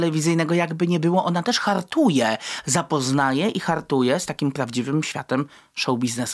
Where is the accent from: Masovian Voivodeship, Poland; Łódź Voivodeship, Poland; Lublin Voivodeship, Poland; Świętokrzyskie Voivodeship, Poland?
Świętokrzyskie Voivodeship, Poland; Skarżysko-Kamienna; Ja jestem z Kędzierzysko-Kamienna.